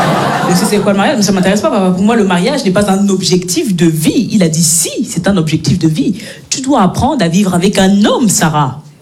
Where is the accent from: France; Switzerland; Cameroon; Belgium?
Belgium; Moi, je suis née et j'ai grandi en Belgique.